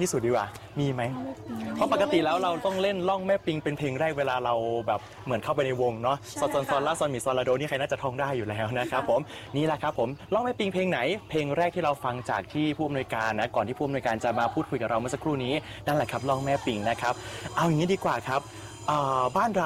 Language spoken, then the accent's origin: Thai; Northern Thailand, Thailand; เสียงที่มันคุ้นหูเราคนเหนือจะคุ้นหูอยู่แล้วสะล้อซอซึงนะฮะ